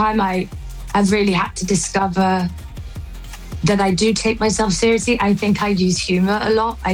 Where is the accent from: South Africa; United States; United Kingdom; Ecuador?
United Kingdom; England; I think as an English person, I was never very good at dealing with anger.